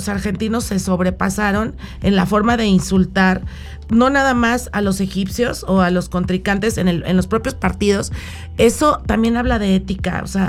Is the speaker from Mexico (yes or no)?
yes; Mexico